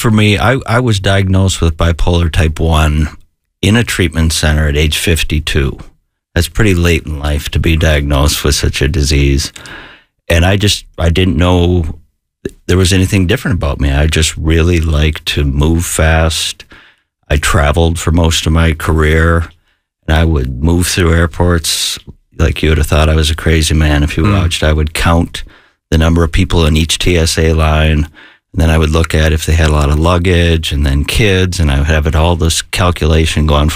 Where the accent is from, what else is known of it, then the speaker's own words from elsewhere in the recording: Minnesota, United States; little town in Minnesota, farm country, 11 siblings on the farm.